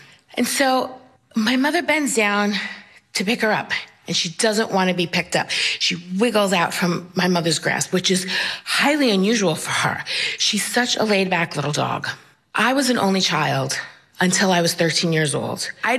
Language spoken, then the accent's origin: English; Queens, New York, United States; I'm from Queens, New York, and I'm a storyteller.